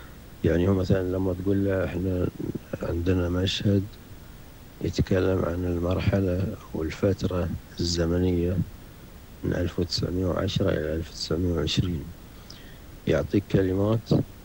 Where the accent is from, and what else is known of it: Qatar